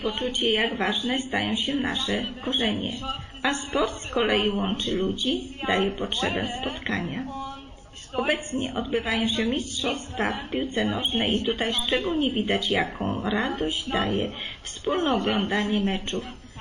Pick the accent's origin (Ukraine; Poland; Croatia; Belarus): Croatia; Polish is a second language; moved away; Ja pochodzę z Chorwacji i dobrze wiem, jak to jest, kiedy trzeba rozpoczynać życie w nowej ojczyźnie.